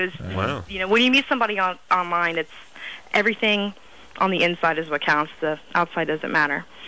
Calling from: North Carolina, United States; I'm from North Carolina.

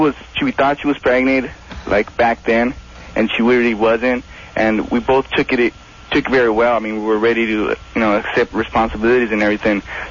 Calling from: California, United States; I'm from California

